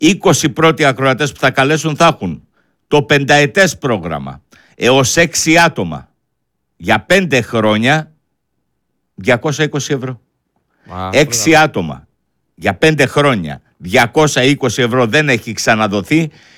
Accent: Thessaloniki, Central Macedonia, Greece; δεν λέω επειδή είμαι γέννημα θέρμα Θεσσαλονίκης, εγώ είμαι Μικρασιάτης.

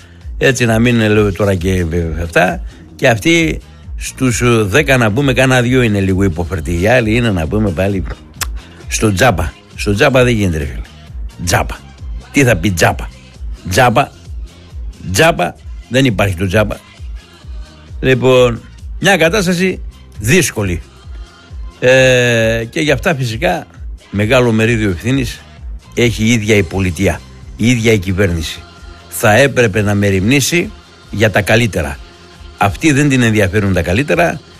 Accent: Greece; στα ξένα είμαι Έλληνας, αυτό κρατάω.

